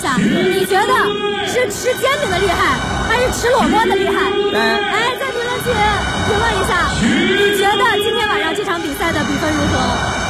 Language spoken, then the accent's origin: Chinese; Xuzhou, Jiangsu, China; 拿出我们徐州人热情好客的这种状态来。